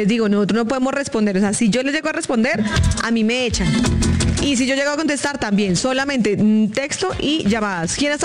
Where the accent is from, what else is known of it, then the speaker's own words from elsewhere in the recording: Boyacá, Colombia; yo soy boyacense.